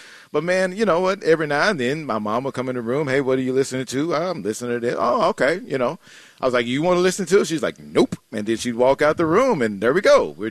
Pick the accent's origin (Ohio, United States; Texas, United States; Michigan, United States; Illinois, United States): Texas, United States; Dallas; I grew up in South Oak Cliff.